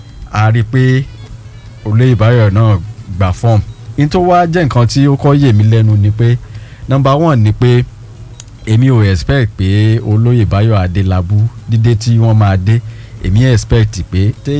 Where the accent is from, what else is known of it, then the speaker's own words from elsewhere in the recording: Ibadan, Oyo, Nigeria; kini mo je omo Ibadan mo mi de ki wa nje mi o kin so omo Ibadan lasan lasan